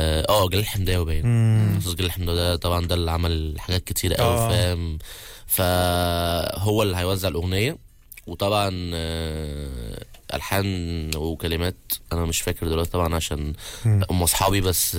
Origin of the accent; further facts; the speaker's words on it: Upper Egypt, Egypt; انا في الاخر اصلا من الصعيد